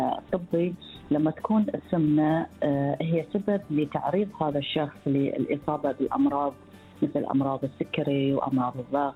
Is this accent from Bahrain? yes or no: yes; Bahrain; متوفر عندنا في البحرين.